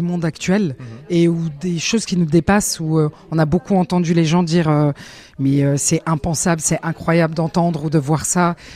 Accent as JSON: {"language": "French", "town": "Strasbourg", "region": "Grand Est", "country": "France", "also_born_or_lived": "Belfort", "said": "Je suis originaire de Belfort et Strasbourg à la fois."}